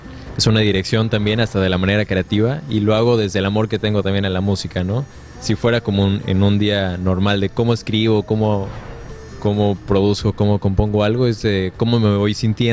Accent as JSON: {"language": "Spanish", "region": "Yucatán", "country": "Mexico", "said": "como buen yucateco, pues aquí empecé con la música ya de manera formal"}